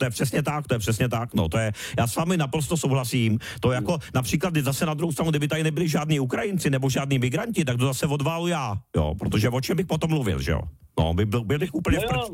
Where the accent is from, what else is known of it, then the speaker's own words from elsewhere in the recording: Moravia, Czechia; Já jsem normální Moravák, Moravák jak stehno, žádná náplava tady